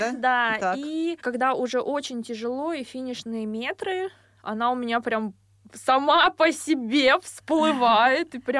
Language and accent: Russian; Chelyabinsk Oblast, Russia; moved away; Я сама из Челябинской области. Уральские горы.